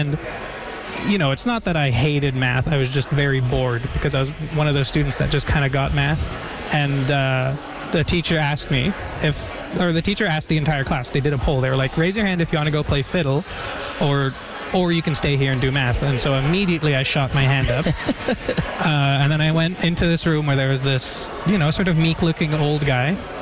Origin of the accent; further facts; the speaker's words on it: Île-à-la-Crosse, Saskatchewan, Canada; After living in Saskatoon, I realized it was just pure magic. I mean, it was, you could, at the drop of a hat, in 5 minutes, I could go to the beach and I'd be swimming in a lake that is fresh, pure, clean water.